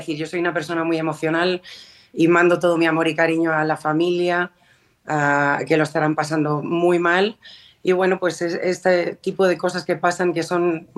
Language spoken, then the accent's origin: Spanish; Spain